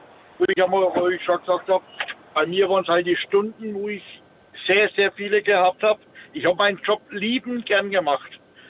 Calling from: Bavaria, Germany; Ich rufe aus Oberheit bei Bamberg an, also ich bin mit meinem LKW unterwegs.

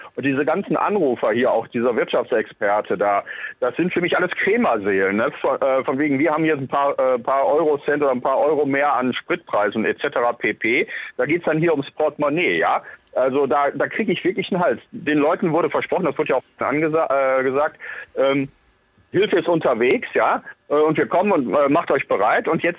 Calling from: North Rhine-Westphalia, Germany; wie man hier am Niederrhein sagt.

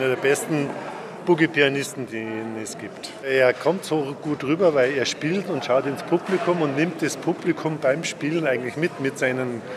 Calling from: Zorneding, Bavaria, Germany; Ich komme aus Zorneding.

